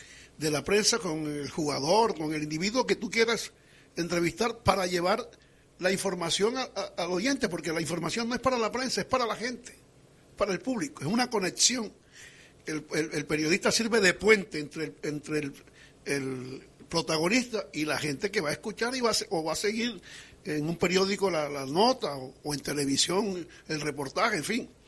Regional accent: Barranquilla, Atlántico, Colombia; now in Valencia, Spain; le dije, Carlos, vengo de Barranquilla, estoy aquí en Valencia

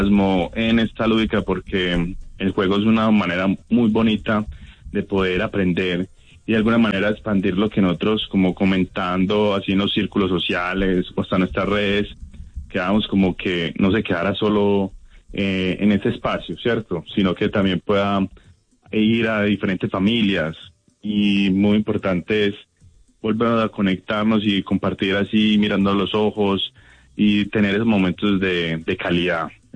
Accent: Colombia; Mira, es que el dilema que hemos tenido nosotros como colombianos es que de alguna manera no tenemos de suficiente conocimiento del país

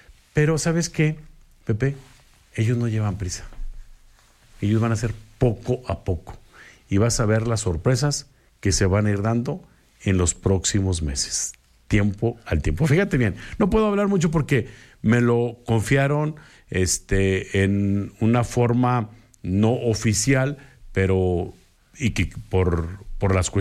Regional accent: Mexico; es una sospecha que todos como mexicanos tenemos

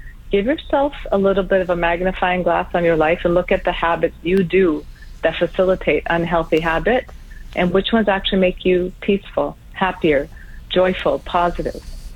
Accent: Canada; even though I'm Canadian

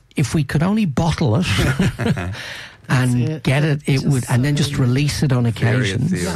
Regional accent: Ireland; I think as an Irishman, it's just our birthright.

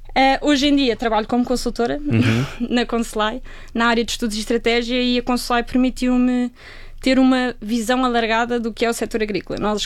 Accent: Golegã, Santarém, Portugal; Eu sou da Golagã, de uma vila no Ribatejo. Sou filha de agricultores e tive a sorte de crescer aqui, a ver um bocadinho os meus pais a gerir uma exploração agrícola familiar.

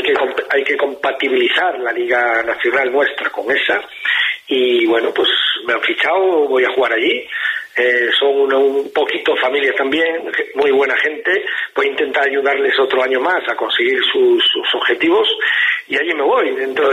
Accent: Spain; Y como español, como yo, es mi doble

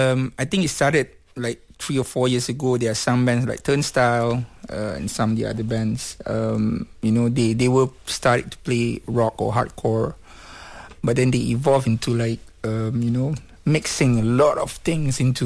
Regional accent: Kajang, Selangor, Malaysia; Actually, Kajang is my hometown.

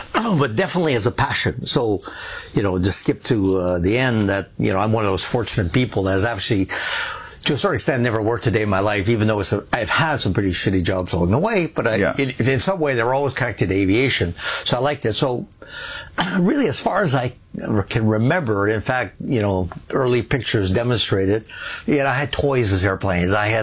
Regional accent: Montreal, Quebec, Canada; born there; also born or lived in Sherbrooke; Actually, I was born right here in Montreal, at Verdun, actually. But we only lived here a couple years at the time. My father was a manager at Sun Life, so we kind of moved around. We moved to Sherbrooke

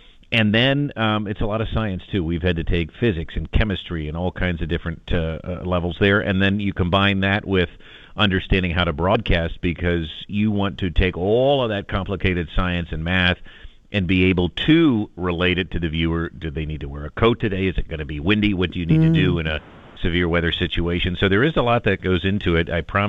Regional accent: Bloomsburg, Pennsylvania, United States; I grew up in Bloomsburg, so we were in the Scranton, PA market, not that far away from here, just up the river.

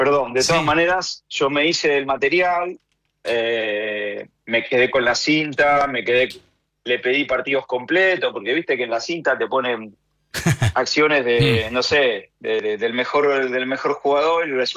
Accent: Argentina; me encontré con el material que me hizo llegar otro argentino, Horacio Gaggioli

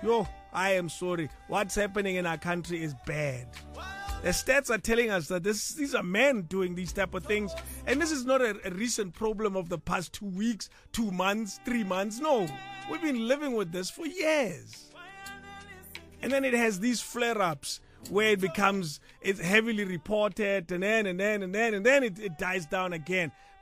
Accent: South Africa; Are we as South African men willing and able to recognize the pain that we cause?

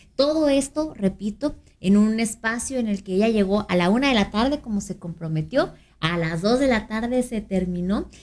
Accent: Ciudad Juárez, Chihuahua, Mexico; al final de cuentas todos nos podemos decir, somos chihuahuenses, pero nada más nosotros nos decimos Juaritos a nosotros mismos.

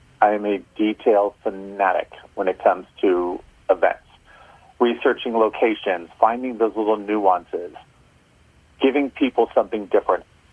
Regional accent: San Francisco, California, United States; On paper, I grew up in San Francisco. On paper, born and raised San Francisco. I think I'm one of the last remaining 7.

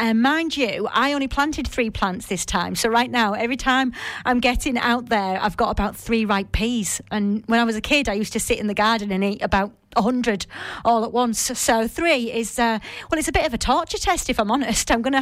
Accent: Yorkshire and the Humber, United Kingdom; And before you ask, no, I am not Geordie. I am definitely from Yorkshire.

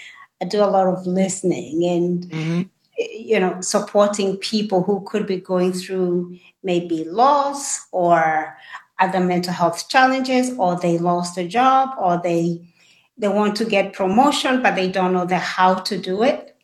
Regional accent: Kenya; I'm from Kenya, and my mother was a school teacher. And I will say I was blessed to be born in that family.

